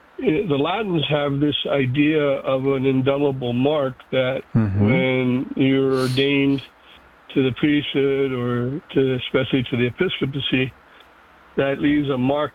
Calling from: California, United States

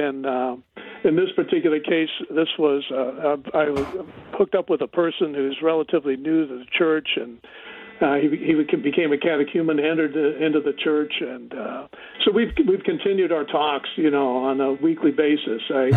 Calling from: Ohio, United States; Oh, I'm in Northern Ohio.

